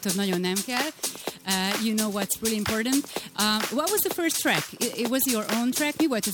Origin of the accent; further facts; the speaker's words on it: Great Hungarian Plain, Hungary; Én vagy, alföldi lány vagyok.